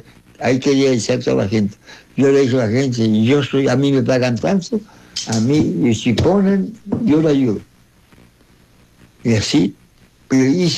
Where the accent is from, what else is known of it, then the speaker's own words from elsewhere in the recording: Argentina; born there; Y nací en Piedra Mala, Pampa los Cruz, fui chico. El Cruz fue en este lado, yendo para Chile, acá.